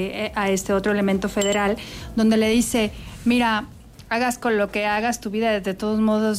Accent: Mexico; la familia creo que representa mucho lo que somos todos los mexicanos.

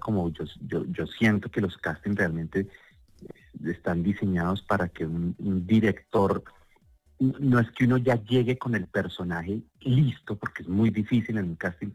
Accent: Colombia; yo era colombiano

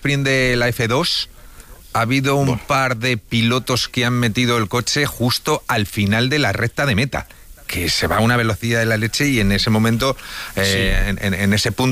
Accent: Community of Madrid, Spain; yo como madrileño me siento orgulloso de que haya llegado aquí el Mundial de Fórmula 1

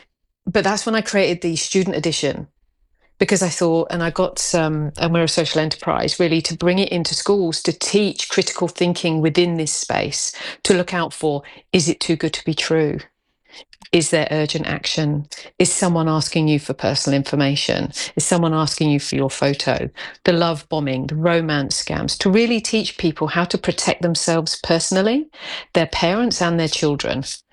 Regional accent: United Kingdom; You are the seriously, one of my favourite Australian shows, like, being British, right? I love that show.

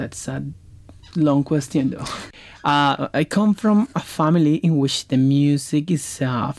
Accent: Colombia; now in Brisbane, Australia; I am from Latin America. I'm from Colombia.

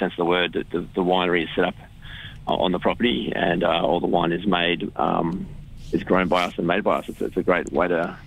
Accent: Hawthorn, Victoria, Australia; We grew up in Hawthorne, and I come from three generations of dentists.

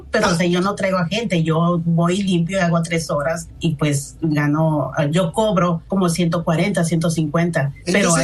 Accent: Tijuana, Baja California, Mexico; moved away as an adult; now in United States; Llegué hace 21 años aquí. Conocí al papá de mis hijos y aquí fue donde me casé.

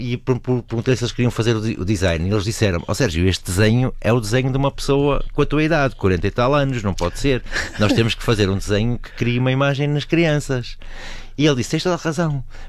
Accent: Porto, Portugal; A sala de cinema, por exemplo, a sala de cinema que eu ia era no Bonfim, que é a freguesia ao lado, não é? Não era na minha freguesia.

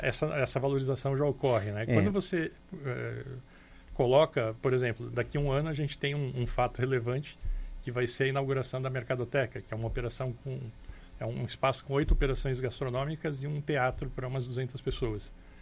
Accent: São Paulo, Brazil; eu sou de São Paulo, eu vim para cá em 2002, e eu morava num apartamento.

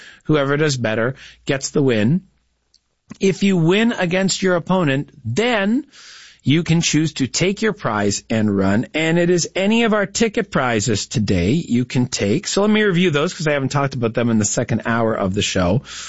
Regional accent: Canada; But being Canadian is not. We've been celebrating Canada with a run in FIFA in the recent Canada Day.

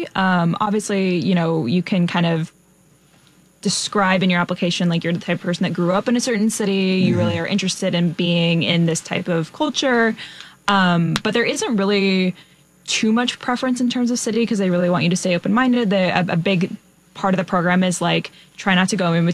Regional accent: California, United States; moved away as an adult; now in Chicago, United States; I'm not actually from Chicago. I'm from California.

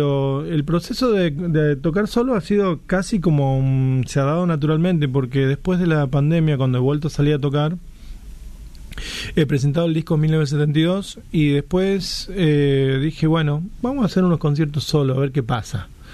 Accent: Frías, Santiago del Estero, Argentina; Una guitarrista de mi pueblo de natal, de Frías

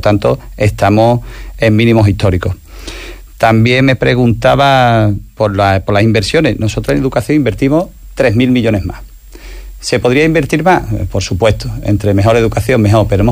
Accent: Zalamea la Real, Andalusia, Spain; yo soy de Zalamea, de la comarca de la Cuenca Minera, y yo sufro la Nacional 435 a diario

